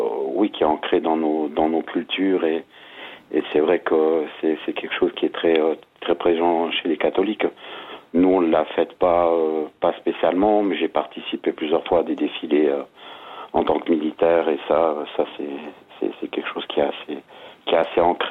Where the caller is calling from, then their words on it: Sion, Valais, Switzerland; je vous appelle depuis le Valais, depuis Sion.